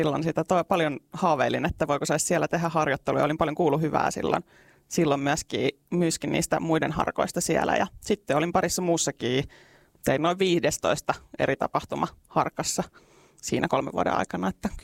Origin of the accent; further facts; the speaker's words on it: Asikkala, Päijänne Tavastia, Finland; also born or lived in London; now in Lahti, Finland; Mä oon siis Asikkalasta kotoisin, ja Lahdessa paljon pyörinyt